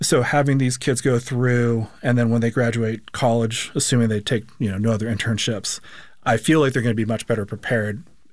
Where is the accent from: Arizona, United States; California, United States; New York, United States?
Arizona, United States; Phoenix; I'm from Phoenix originally